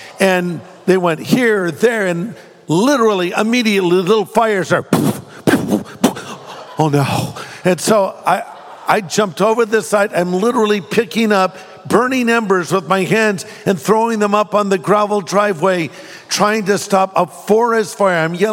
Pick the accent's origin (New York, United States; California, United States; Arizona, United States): California, United States; Well, listen, I'm from California, okay?